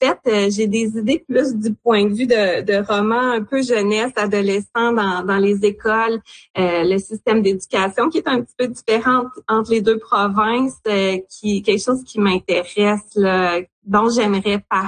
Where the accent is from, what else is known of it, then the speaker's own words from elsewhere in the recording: Bécancour, Quebec, Canada; je suis originaire de la Côte-Nord, de Bécancour sur la Côte-Nord, mais j'ai étudié à l'Université de Sherbrooke